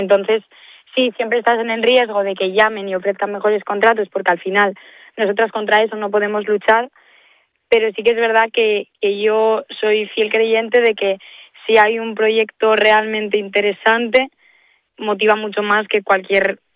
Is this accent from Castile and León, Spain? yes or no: no; El Astillero, Cantabria, Spain; Pues nada, yo te puedo decir que yo soy de Astillero, yo empecé con 9 años remando en Astillero.